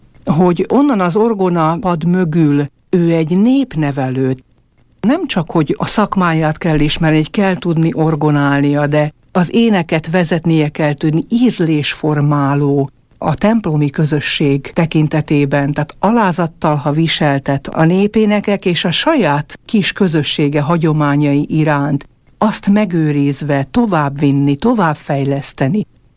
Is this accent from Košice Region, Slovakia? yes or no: no; Váhovce, Trnava Region, Slovakia; Én ugye már említettem, hogy 13 éves koromtól kántorkodom a szülőfalumban, és Danci atya nevét említettem. A másik ilyen meghatározó személyiség Jáki Sándor Teodóz atya volt. Ő sokszor eljött Vágára